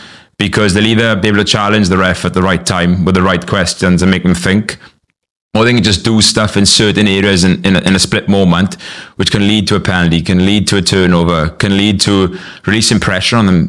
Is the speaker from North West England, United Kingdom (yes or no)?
no; Glynneath, Wales, United Kingdom; I come from Cleneath.